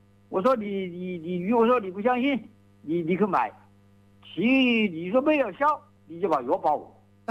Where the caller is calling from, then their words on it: Honghu, Hubei, China; 我是洪福曹氏镇。